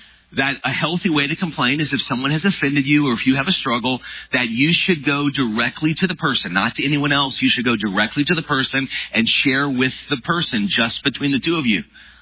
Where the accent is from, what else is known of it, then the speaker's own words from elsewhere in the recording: the South, United States; moved away; Where I grew up in the South